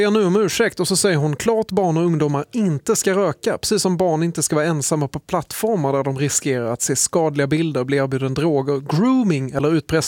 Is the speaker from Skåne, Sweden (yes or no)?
yes; Skåne, Sweden; jag är ju hör och häpna från Skåne